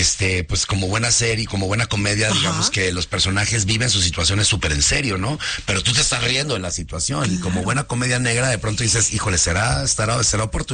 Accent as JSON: {"language": "Spanish", "town": "Culiacán", "region": "Sinaloa", "country": "Mexico", "said": "Sí, yo soy de Sinaloa, yo soy de Culiacán."}